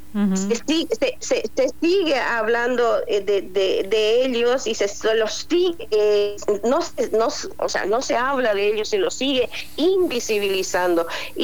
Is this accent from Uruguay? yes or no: no; Argentina; todos y todas como pueblo argentino